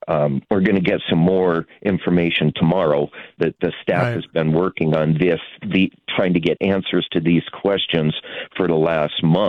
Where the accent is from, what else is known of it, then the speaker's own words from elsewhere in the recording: North Dakota, United States; moved away; I grew up in North Dakota